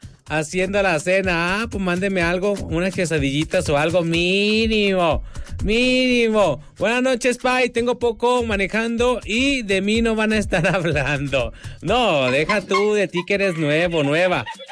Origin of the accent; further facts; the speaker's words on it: Mexico; Como buen mexicano, uno agarra un vaso, lo monta ahí, pone el micrófono y ahí está, como tripié y todo.